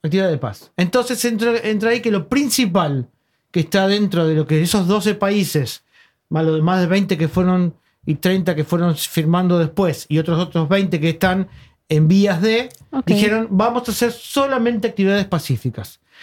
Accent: Argentina; vengo de Argentina, que estamos en invierno.

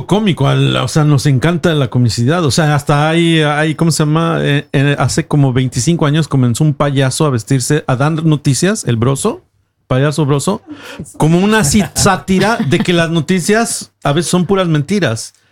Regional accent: Mexico; Pues es que como mexicano nos encanta el cotorreo

